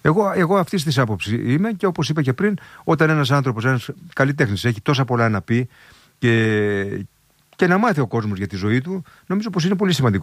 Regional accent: Kozani, Western Macedonia, Greece; Στην πατρίδα μου την Κοζάνη

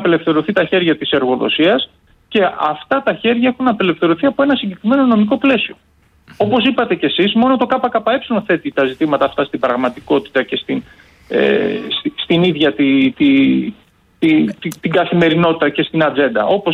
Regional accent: Thessaly, Greece; που είμαι και από τη Μαγνησία

